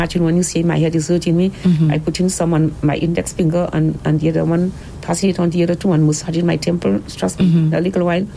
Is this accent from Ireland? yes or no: no; Babonneau, St. Lucia; now in Ciceron, Saint Lucia; And I'm from Babono, but live in Sisera.